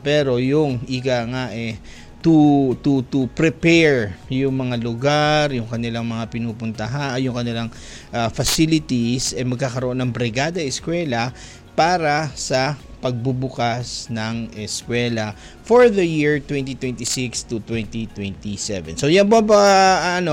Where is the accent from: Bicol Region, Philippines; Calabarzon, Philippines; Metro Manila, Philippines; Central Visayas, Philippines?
Calabarzon, Philippines; Cavite; Ako'y taga Cavite din.